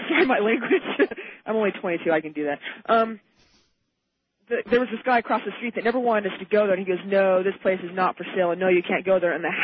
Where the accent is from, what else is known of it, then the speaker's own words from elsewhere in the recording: Susanville, California, United States; I'm from Susanville. You don't know where that is. It's by Reno.